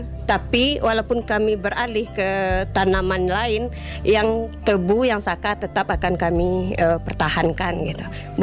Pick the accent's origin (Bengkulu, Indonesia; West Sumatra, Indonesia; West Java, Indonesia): West Sumatra, Indonesia; Boleh dibilang dari kecil, dari bayi kami dibesarkan di Pondok Kilangan ini.